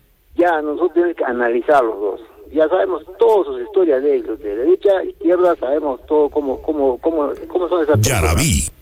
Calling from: Peru; Todos los peruanos

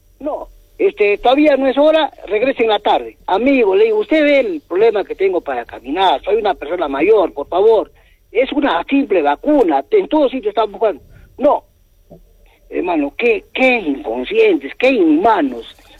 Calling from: Arequipa, Peru; ¿De dónde es usted? De Selva Alegre.

